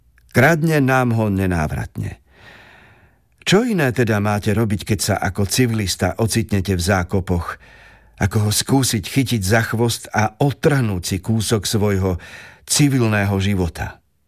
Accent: Uzhhorod, Zakarpattia Oblast, Ukraine; z môjho rodného mesta Užhorod

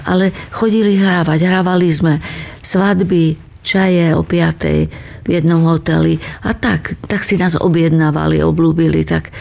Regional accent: Turany nad Ondavou, Prešov Region, Slovakia; V našom domčeku v Turánoch nad Ondavou, odkiaľ pochádzam.

